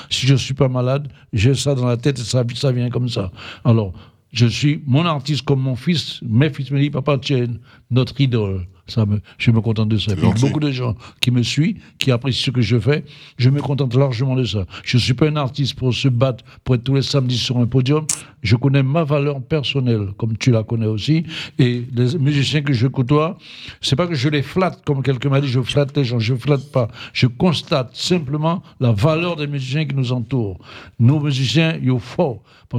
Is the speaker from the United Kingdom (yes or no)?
no; French Guiana; moved away; Je suis guyanais.